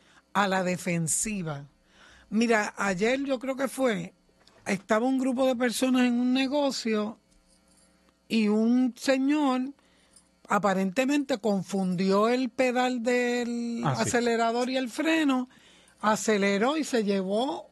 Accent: Puerto Rico; Nosotros somos puertorriqueños

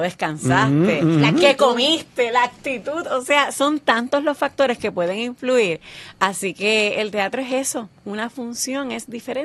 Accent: Utuado, Puerto Rico; me crié en Utuado, soy nacida y criada en Utuado

